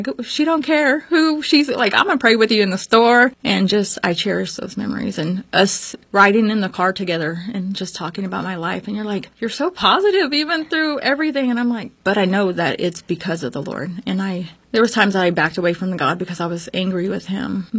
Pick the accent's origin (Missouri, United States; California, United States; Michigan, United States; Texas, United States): Texas, United States; also born or lived in Louisiana; I was born in Louisiana. I believe I was about eight when we moved to Texas.